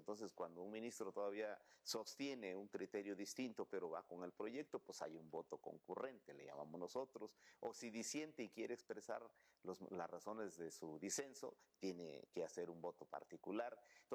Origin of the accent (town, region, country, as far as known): Mexico